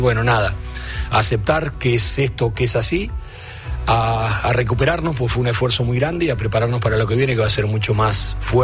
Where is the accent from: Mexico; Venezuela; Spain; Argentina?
Argentina